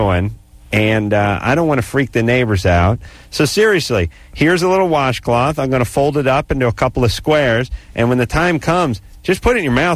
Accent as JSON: {"language": "English", "town": "Los Angeles", "region": "California", "country": "United States", "tie": "born or raised there", "said": "Well, I was born in North Hollywood. I went to North Hollywood High."}